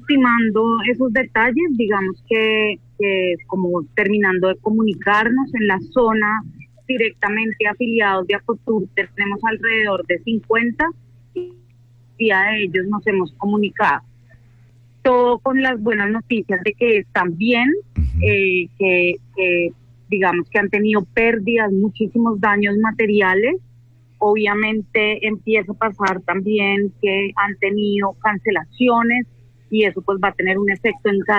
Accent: Colombia

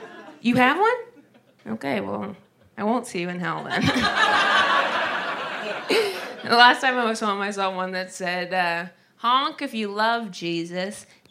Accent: Ohio, United States; Whenever I'm home in Ohio, I'm from Ohio, so...

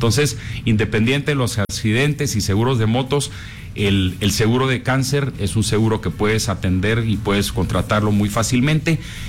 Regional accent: Guatemala; como guatemaltecos tenemos que recordar

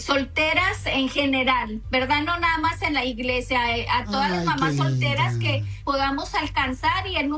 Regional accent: La Barca, Jalisco, Mexico; Yo soy de La Barca, Jalisco.

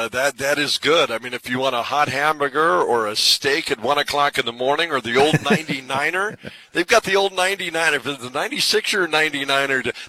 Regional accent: Williston, North Dakota, United States; growing up in Williston, you know, in Western North Dakota

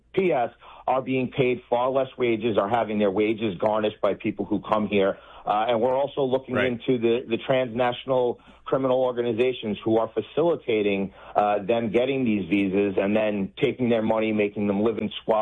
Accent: New York, United States; A place like New York, my home state, the state of New York is hemorrhaging $2 million a day

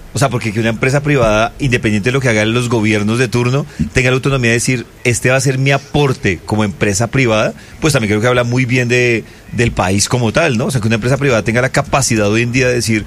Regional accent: Colombia; lo que pasa es que uno como colombiano, uno lo termina viendo focalizado en Colombia.

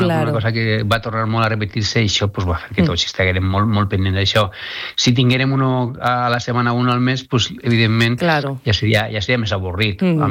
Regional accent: Alcoy, Valencian Community, Spain; jo soc d'Alcoi

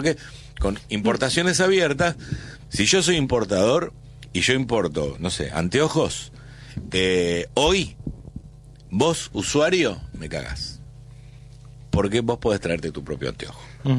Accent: Argentina; Nos lo tenemos que preguntar como argentinos.

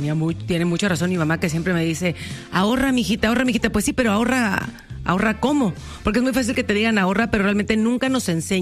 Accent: Mexico; Yo no soy de Inglaterra, yo soy mexicana, así que yo le entro a cualquier hora.

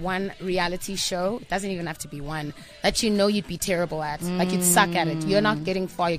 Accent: South Africa; I'm from South Africa. I really hope I represent my country.

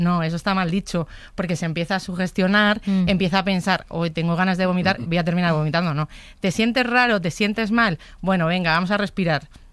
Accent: Madrid, Community of Madrid, Spain; Y porque soy de Madrid.

